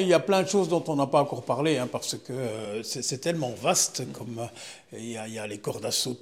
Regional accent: Wallonia, Belgium; chez nous en Wallonie

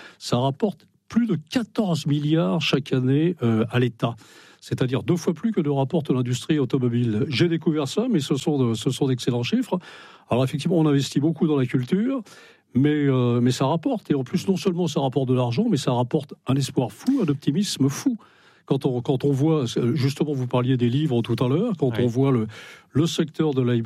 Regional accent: Brittany, France

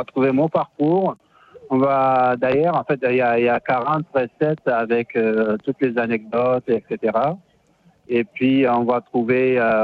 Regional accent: Chad; je suis tchadien, je suis gourane et j'ai fait la cuisine.

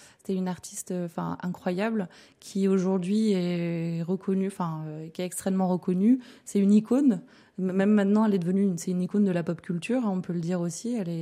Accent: Lyon, Auvergne-Rhône-Alpes, France; moved away as an adult; now in Gap, France; à Gap depuis 10 ans et donc je suis venue à Gap pour le travail. Je suis lyonnaise d'origine

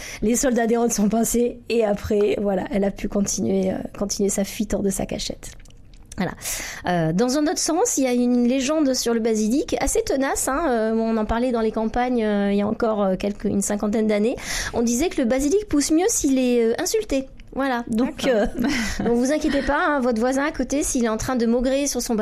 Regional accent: Provence-Alpes-Côte d'Azur, France; je suis provençale

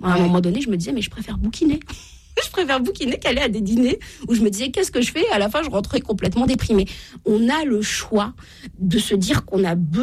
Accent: Normandy, France; Je viens de la Normandie.

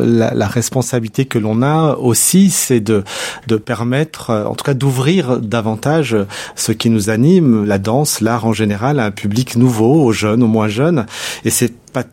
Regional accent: Saint-Priest, Auvergne-Rhône-Alpes, France; also born or lived in Lyon; j'ai jamais voulu couper le cordon avec la ville qui m'a vu grandir. D'ailleurs, je vis toujours à Saint-Priest. Effectivement, je suis né à Lyon, mais j'ai toujours vécu à Saint-Priest. Donc, je connais ses rues, ses habitants.

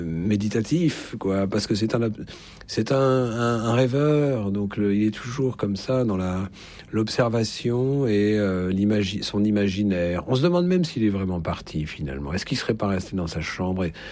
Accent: Paris, Île-de-France, France; parce que en tant que petit Parisien, je ne connaissais pas Paris, je connaissais juste mon quartier.

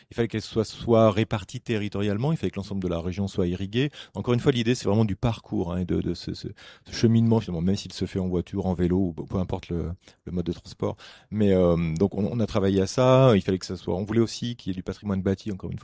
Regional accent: Auvergne-Rhône-Alpes, France; moi je suis originaire de l'Allier, donc je connais bien ce site

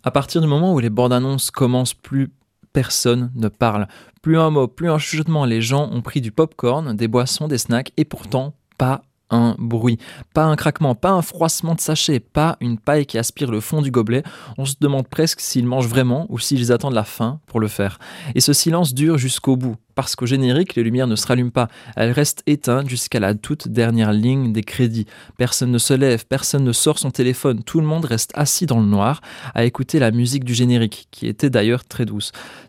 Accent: Liège, Wallonia, Belgium; Le son, en tant que bon liégeois, le son, il va quand même fort.

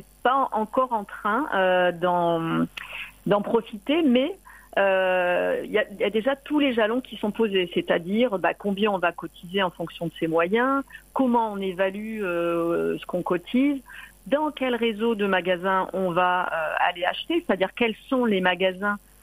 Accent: Marseille, Provence-Alpes-Côte d'Azur, France; moi, je viens de Marseille

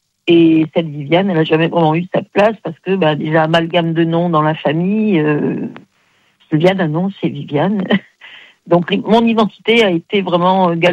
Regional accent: Aix-en-Provence, Provence-Alpes-Côte d'Azur, France

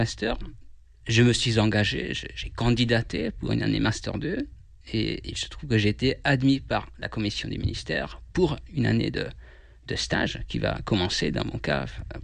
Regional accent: Hungary; French is a second language; moved away as an adult; now in France; Moi, je suis d'origine hongroise et ça fait bientôt 4 ans que je suis en France. Je suis arrivé dans le cadre d'un échange étudiant Erasmus en août 2022, puisque avant, j'étais étudiant à la faculté luthérienne de théologie de Budapest

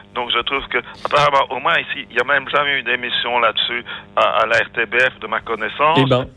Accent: Belgium; Enfin bon, moi je viens de la Belgique, donc je vais donner un exemple.

